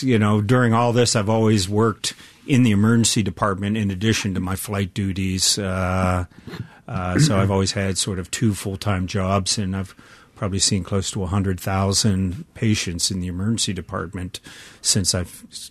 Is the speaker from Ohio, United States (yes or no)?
yes; Steubenville, Ohio, United States; where I grew up in Steubenville, Ohio